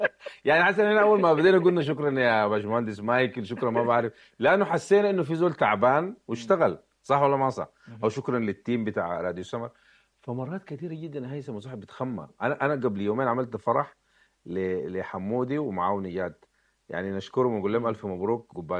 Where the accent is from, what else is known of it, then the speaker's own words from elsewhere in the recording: Sudan; احنا كسودانيين